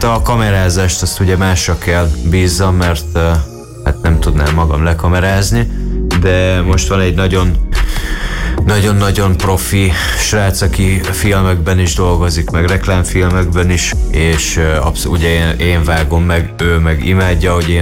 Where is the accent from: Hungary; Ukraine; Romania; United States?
Romania; Transylvania; moved away; otthon Erdélyben, sikerült hazamenjek